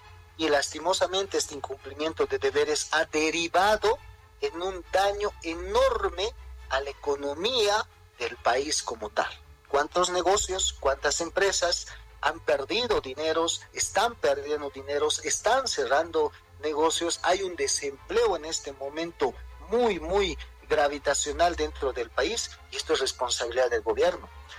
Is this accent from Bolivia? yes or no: yes; La Paz, Bolivia; estamos nosotros como sociedad paceña y alteña